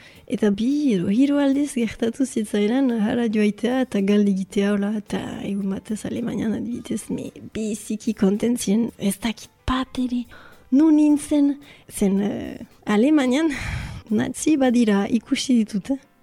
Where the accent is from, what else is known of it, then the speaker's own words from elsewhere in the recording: Bayonne, Nouvelle-Aquitaine, France; Baionakoa naiz eta bon, oztakit importantea den ugoita amabost urte ditut.